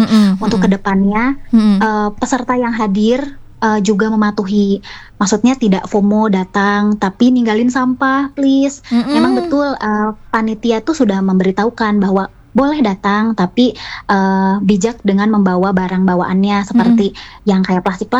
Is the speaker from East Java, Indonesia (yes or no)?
no; Bandung, West Java, Indonesia; kebetulan saya itu lahir besar di Bandung. Jadi urang teh Nyunda pisan, Nyunda.